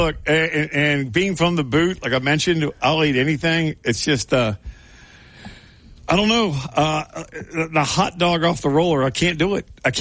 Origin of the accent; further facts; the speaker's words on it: Louisiana, United States; I mean, I'm from Louisiana. I'm from the boot.